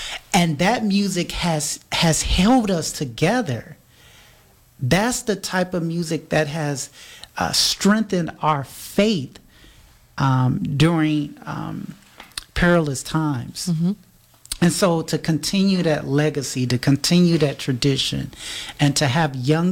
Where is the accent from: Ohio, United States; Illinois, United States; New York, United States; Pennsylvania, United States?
Illinois, United States; Chicago; now in Kalamazoo, United States; And so last year I had the opportunity to hear Spelman College Glee Club in Chicago, my hometown.